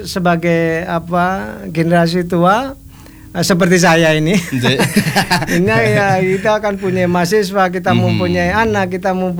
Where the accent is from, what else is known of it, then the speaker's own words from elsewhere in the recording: Java, Indonesia; Kita asal kita dari Jawa